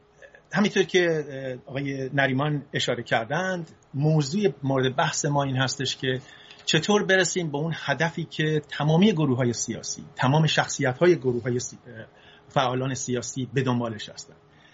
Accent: Isfahan, Iran; also born or lived in Fasa; من تو سال 1337 در شهر فسا متولد شدم، یکی از شهرهای استان فارس.

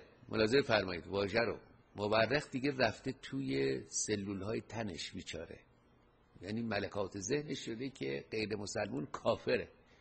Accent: Iran; ما ایرانی هستیم.

